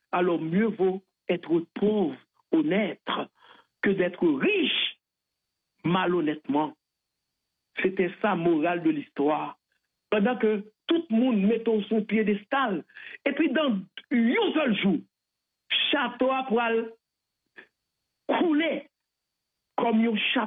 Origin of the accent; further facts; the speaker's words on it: Trou-du-Nord, Nord-Est, Haiti; Mais moi, je viens du trou du Nord.